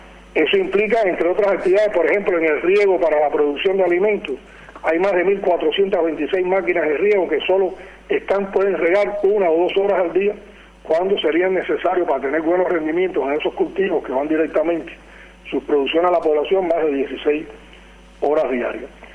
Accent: Cuba; en la vida familiar de nosotros como pueblo cubano, un grupo de afectaciones.

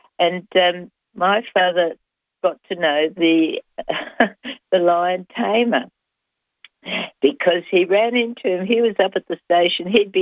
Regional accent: Angaston, South Australia, Australia; And that is that in the 50s, 1950s into 60s, I lived in Angaston. I grew up in Angaston in the Barossa Valley.

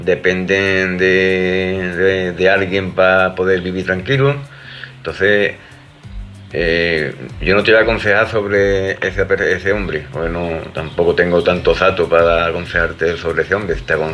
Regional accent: Andalusia, Spain; Por si mi acento y pronunciación, ya que soy de un pueblo cerraillo de Huelva, pues no pronuncio algunas cosas bien o muy rápido.

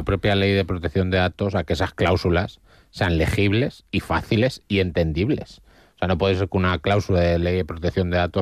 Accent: Vargas, Cantabria, Spain; En mi caso, en mi pueblo, en Vargas

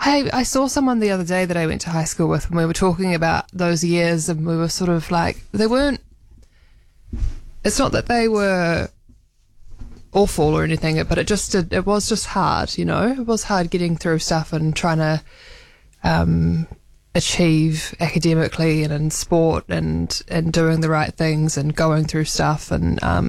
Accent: Christchurch, Canterbury, New Zealand; moved away as an adult; also born or lived in Dunedin; I was born in Christchurch, grew up in Christchurch, left after high school to study in Dunedin, and then sort of have lived in a few places since then.

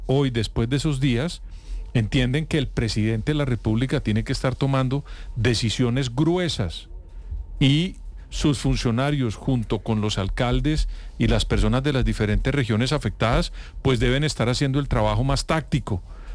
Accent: Colombia; Lo que trato de decir es que yo como colombiano esperaría que frente al fenómeno del Niño

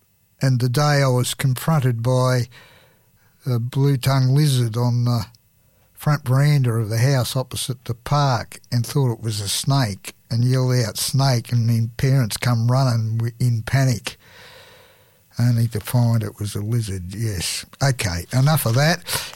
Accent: Goulburn, New South Wales, Australia; also born or lived in Hay; My hometown I consider to be Goulburn because that's where all my memories are, but actually I didn't move to Goulburn until I was 4 years old. I grew up first three, almost 4 years, in Hay, out in the middle of the One Tree Plain.

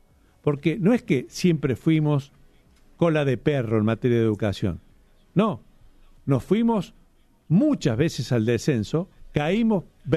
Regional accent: Argentina

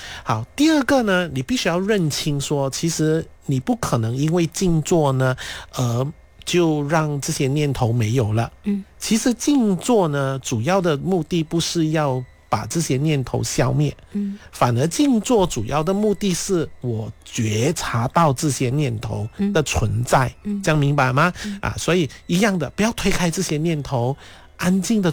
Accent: Guangdong, China; first language Cantonese; 可能你是福建话的，我是广东话的

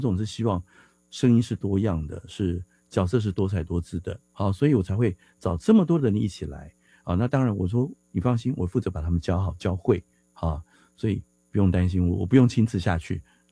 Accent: Taiwan; 我就是很年轻的，就是我们台湾人讲的老雷蛋啊

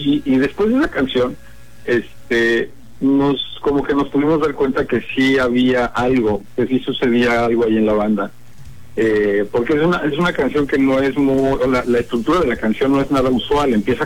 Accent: State of Mexico, Mexico; somos del Estado de México nosotros también.

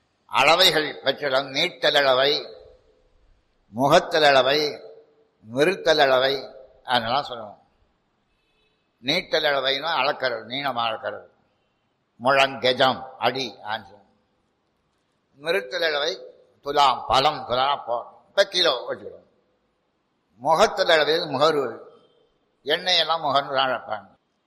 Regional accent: Tirunelveli, Tamil Nadu, India; உங்களுக்கு எந்த ஊர் சாமின்னு கேட்டான். திருநெல்வேலி.

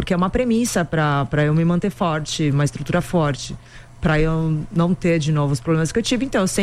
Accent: Santos, São Paulo, Brazil; moved away as an adult; now in São Paulo, Brazil

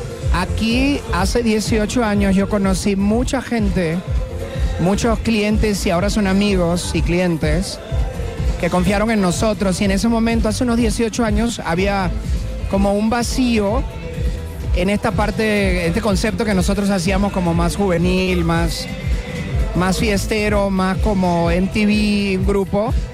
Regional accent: Venezuela; moved away as an adult; now in Querétaro, Mexico; yo soy originario de Venezuela. Ya tengo 20 y pico de años aquí. Ajá. En Querétaro. Bueno, en México, en Querétaro tenía 18 años.

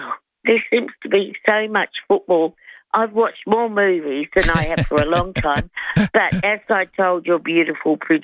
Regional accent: Adelaide, South Australia, Australia; Even though I'm from Adelaide, as you know, I've travelled around.

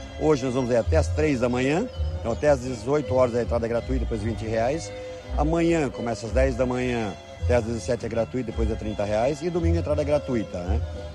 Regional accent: Jaraguá do Sul, Santa Catarina, Brazil; also born or lived in Joinville; fazia faculdade em Joinville, sou de Jaraguá, mas eu fazia faculdade aqui em Joinville

